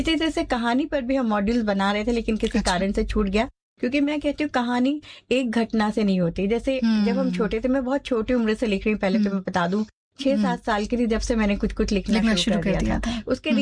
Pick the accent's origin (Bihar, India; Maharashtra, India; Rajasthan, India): Maharashtra, India; Mumbai; मैं बॉम्बे से हूँ